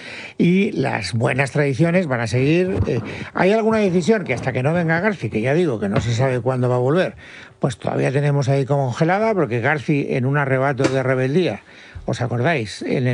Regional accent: Castellón, Valencian Community, Spain; Es que como vengo de Castellón, todavía mentalidad Ibercaja. Levantina.

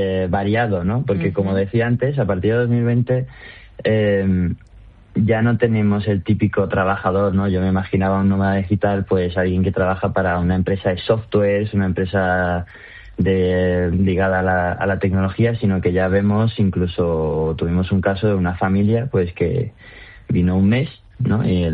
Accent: Italy; Spanish is a second language; now in Fuengirola, Spain; yo soy italiano

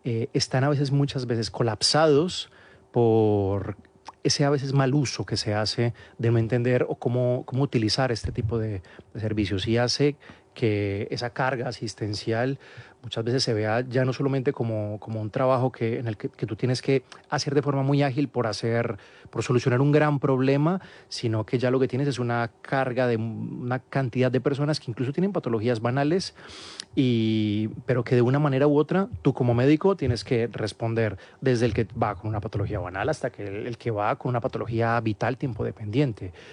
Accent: Colombia; moved away as an adult; cómo lo trabajé en Colombia, porque yo fui médico de urgencias por 5 años en mi país, y también lo que me encontré al trabajar acá

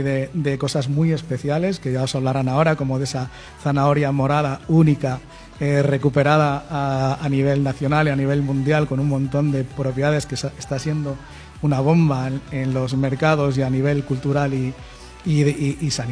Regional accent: Valladolid, Castile and León, Spain; Bueno, soy vallisoletano.

